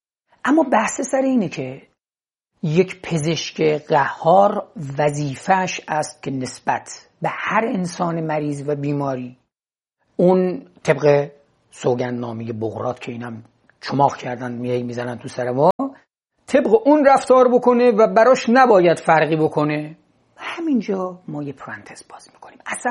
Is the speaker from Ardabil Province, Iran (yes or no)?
no; Gilan, Iran; واقعا من به عنوان یک گیلانی چشم باز کردم